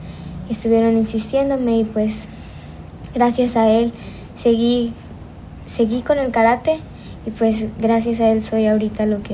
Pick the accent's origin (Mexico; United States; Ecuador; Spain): Mexico; Zihuatanejo, Guerrero; Sí, soy de aquí, de Cihuatanejo.